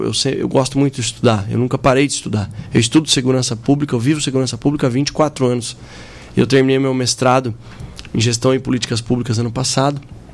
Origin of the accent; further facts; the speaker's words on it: Sorocaba, São Paulo, Brazil; Eu sou do interior de São Paulo também, com muito orgulho, sou de Sorocaba